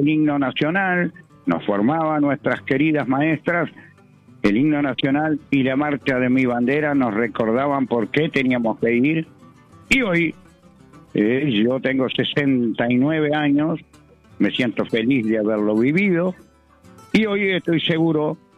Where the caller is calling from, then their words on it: Uruguay; en mi país, porque es el fallecimiento de nuestro prócer, que fue quien impulsó nuestra República Oriental del Uruguay.